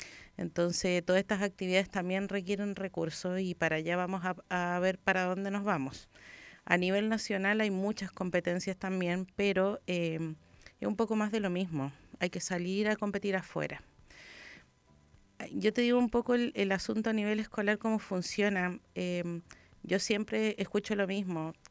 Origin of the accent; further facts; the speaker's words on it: Chile; porque no se tiene que notar que somos de Chile.